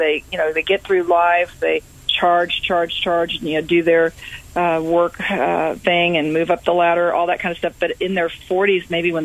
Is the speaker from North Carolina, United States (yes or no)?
no; San Antonio, Texas, United States; moved away; But then I had an offer to go back to San Antonio, which is my hometown